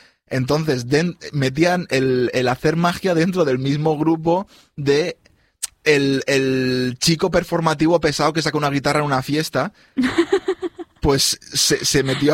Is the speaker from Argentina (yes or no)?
no; Benicarló, Valencian Community, Spain; Yo soy de Benicarló